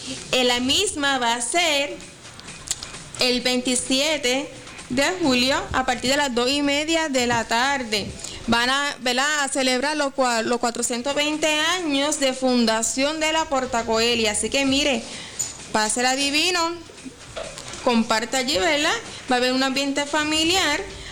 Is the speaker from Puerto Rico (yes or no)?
yes; Lajas, Puerto Rico; En La Parguera, en mi pueblo de Lajas.